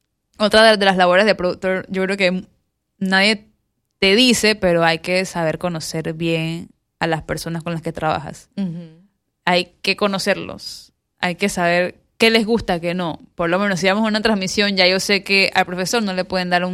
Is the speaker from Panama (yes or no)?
yes; Colón, Panama; moved away as an adult; now in Panama City, Panama; Yo soy de Colón y bueno, yo me mudo a Panamá a los 18 años con mi hermana.